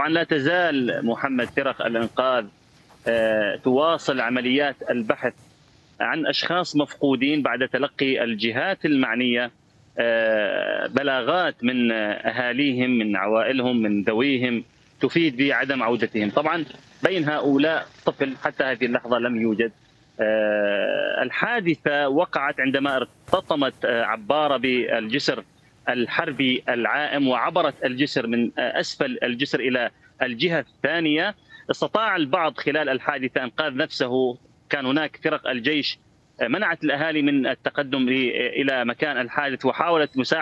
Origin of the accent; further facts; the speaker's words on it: Deir ez-Zor, Deir ez-Zor Governorate, Syria; عندنا في دير الزور